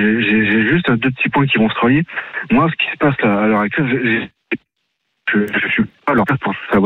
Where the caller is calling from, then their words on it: Pays de la Loire, France; chez nous, en Vendée